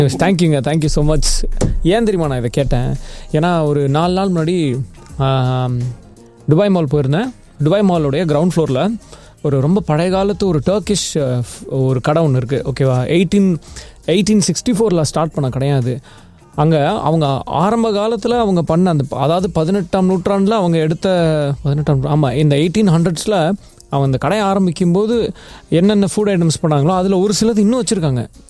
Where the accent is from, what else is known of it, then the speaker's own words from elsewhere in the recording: India; now in United Arab Emirates; இப்போ நான் ஒரு இந்தியன்